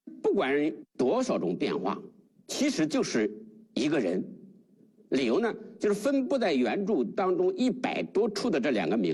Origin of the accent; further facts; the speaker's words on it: China; 我们知道我们中国人使得茶性之苦还是比较早的